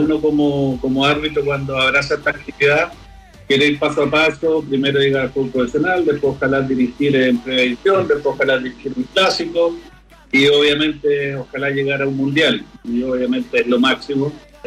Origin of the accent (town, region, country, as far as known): Chile